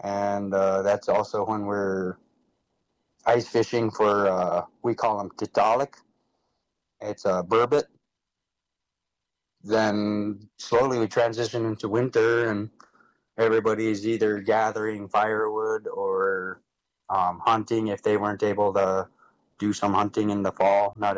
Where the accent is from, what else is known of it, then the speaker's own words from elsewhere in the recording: Ambler, Alaska, United States; I am originally from Ambler, Alaska. I've lived there most of my life.